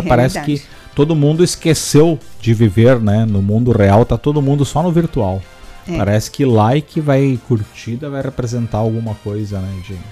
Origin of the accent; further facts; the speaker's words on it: Brazil; sou brasileiro, torço pelo Brasil, obviamente, né?